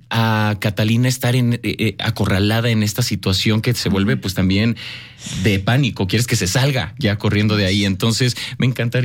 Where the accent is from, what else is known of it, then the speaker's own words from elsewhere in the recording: Mexico; sino como mexicanos.